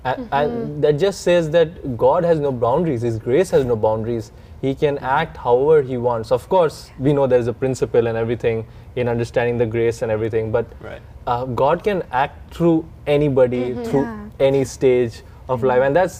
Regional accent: India; Me as an Indian.

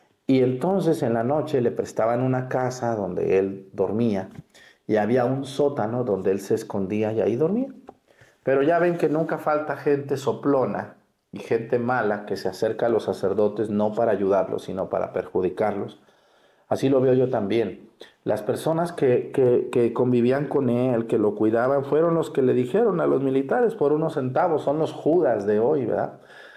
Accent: Mexticacán, Jalisco, Mexico; a un ladito de mi pueblo en Mexicacán.

